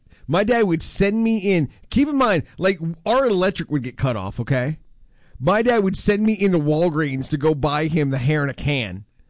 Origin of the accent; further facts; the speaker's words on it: Florida, United States; Growing up in Florida